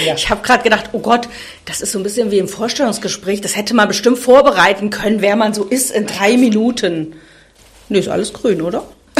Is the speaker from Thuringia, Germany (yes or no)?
yes; Thuringia, Germany; now in Dresden, Germany; ich lebe zwar tatsächlich jetzt schon, ach du meine Güte, 16 Jahre in Sachsen, also fast immer in Dresden, du kommst aus aber ich komme natürlich aus Thüringen und ich bin Thüringerin und das bleibe ich auch den Rest meines Lebens